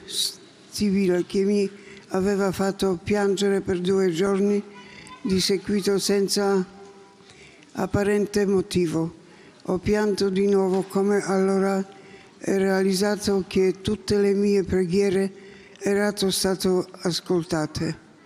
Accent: Poland; Italian is a second language; moved away as an adult; now in Italy; Buongiorno … vengo dalla Polonia. Arrivata da Italia 35 anni fa, casa, per il lavoro.

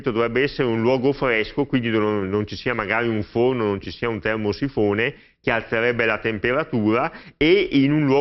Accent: Brescia, Lombardy, Italy; io che sono bresciano

